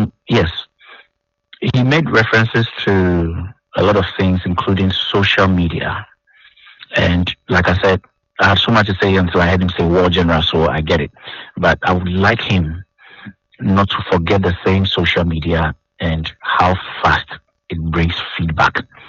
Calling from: Accra, Greater Accra, Ghana; I'm here in Accra.

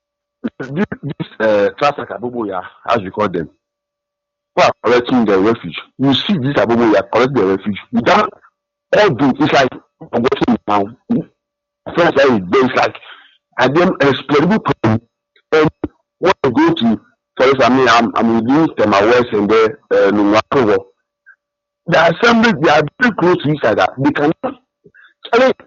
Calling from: Ghana; I'm calling from Ajekujo.

